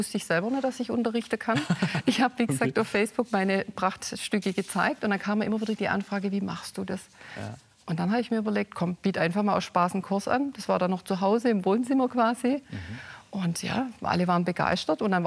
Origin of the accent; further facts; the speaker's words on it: Baden-Württemberg, Germany; accent: Swabian; Also hauptsächlich wegen meinem Dialekt. Und es ist ja so, wenn man so im Ländle nur regional unterwegs ist